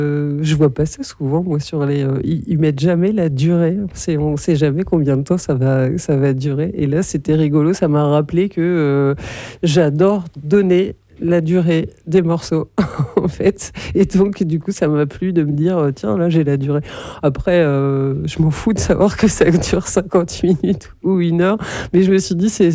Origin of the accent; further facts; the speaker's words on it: Normandy, France; puisque moi, quand j'ai grandi dans l'Orne, en fait, il n'y avait pas grand-chose.